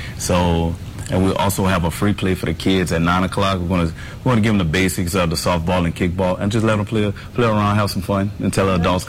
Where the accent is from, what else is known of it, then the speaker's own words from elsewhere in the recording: Rayne, Louisiana, United States; So Brandon and I, we're both from Rain.